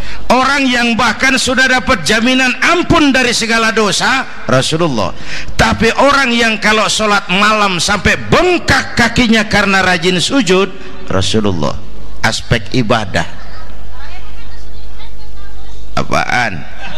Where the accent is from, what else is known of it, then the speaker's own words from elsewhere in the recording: Jakarta, Indonesia; Ya kita Betawi kan mah susah udah nukangin. Susah mulu. Saya santri nih